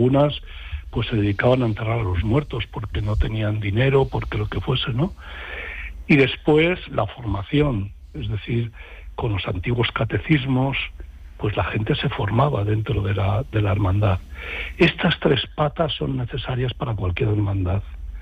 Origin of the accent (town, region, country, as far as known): Castile, Spain; born there; moved away